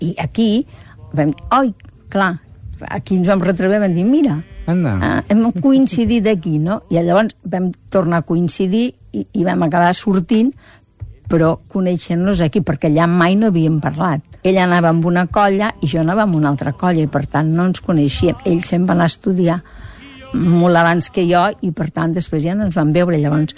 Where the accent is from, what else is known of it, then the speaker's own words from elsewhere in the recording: Catalonia, Spain; accent: Western Catalan; Però jo mai no he volgut amagar el meu accent occidental.